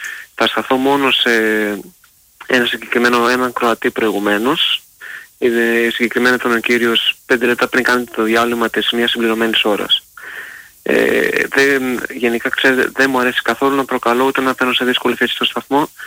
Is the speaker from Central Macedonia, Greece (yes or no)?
yes; Thessaloniki, Central Macedonia, Greece; now in Zakynthos, Greece; όπως ξέρει ο Πάνος Φιλούς … από Σαλόνικα. Είμαι από Ζάκινα αυτή την ώρα.